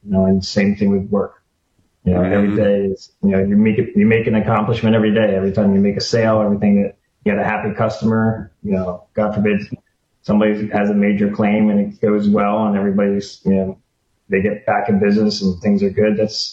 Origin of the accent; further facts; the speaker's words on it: Mount Holly, New Jersey, United States; Originally from Mount Holly, New Jersey.